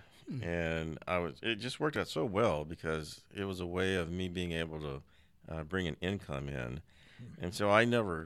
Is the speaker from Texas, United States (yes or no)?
yes; Austin, Texas, United States; also born or lived in Conroe, Texas; I was born in Conroe, and eventually we moved to Austin, which is where I grew up